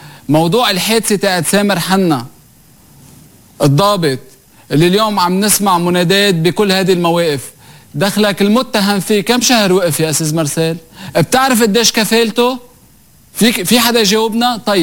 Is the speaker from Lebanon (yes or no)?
yes; Lebanon; أنا كنائب لبناني قبل ما أكون سني